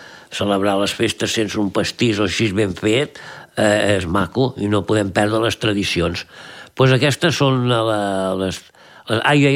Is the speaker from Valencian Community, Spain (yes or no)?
no; Argentona, Catalonia, Spain; del meu poble, Argentona